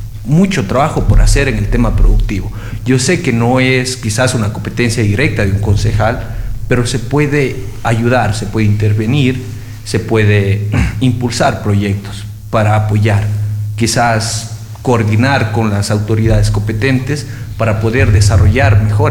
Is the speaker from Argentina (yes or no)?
no; Loja, Ecuador; yo vengo de Sumaypamba. Es una parroquia sumamente productiva